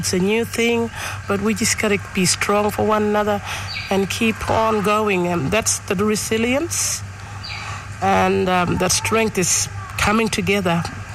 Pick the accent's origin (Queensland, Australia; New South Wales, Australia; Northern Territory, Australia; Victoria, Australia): Northern Territory, Australia; Tennant Creek; I'm from Tennant Creek.